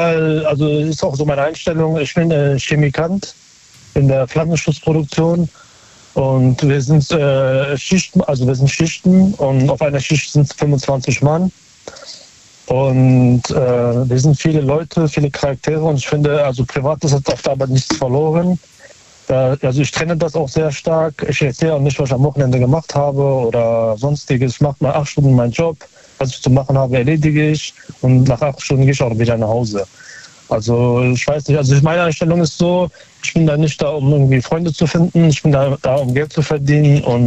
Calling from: North Rhine-Westphalia, Germany; Aus Nähe Köln.

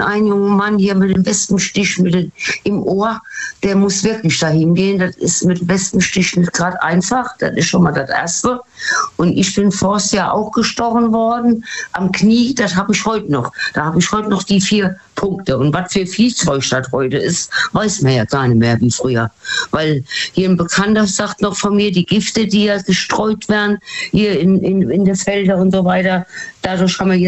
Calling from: Westerwald, Germany; Aus dem Westerwald.

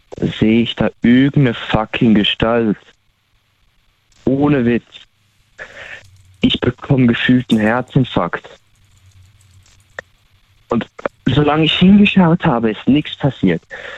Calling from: Switzerland; Schweiz, genau, ja.

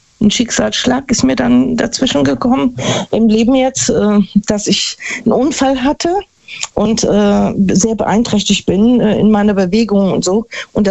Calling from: Neunkirchen-Seelscheid, North Rhine-Westphalia, Germany; Ja, ich bin aus Neunkirchen-Sülscheid

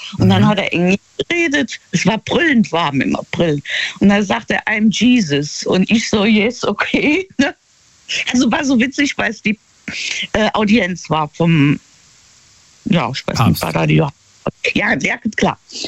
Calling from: Trier, Rhineland-Palatinate, Germany; in der Nähe von Trier.

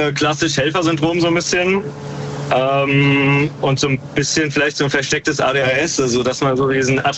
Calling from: Hesse, Germany; Hi, aus der Nähe von Frankfurt.

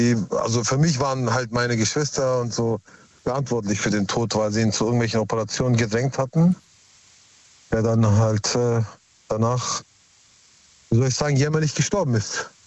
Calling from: Heidenheim, Baden-Württemberg, Germany; Aus Heidenheim.

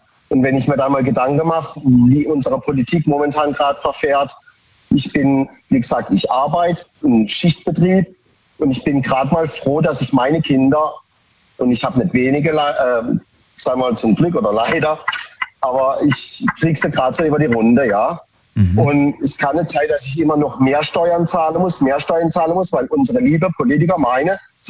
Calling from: Baden-Baden, Baden-Württemberg, Germany; Von Baden-Baden.

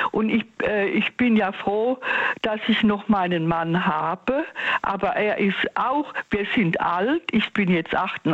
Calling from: Ludwigshafen, Rhineland-Palatinate, Germany; Hallo, ich komme aus Ludwigshafen am Rhein.

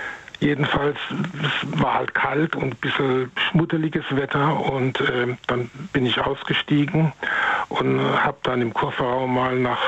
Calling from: North Rhine-Westphalia, Germany; aus dem Rhein-Sieg-Kreis.

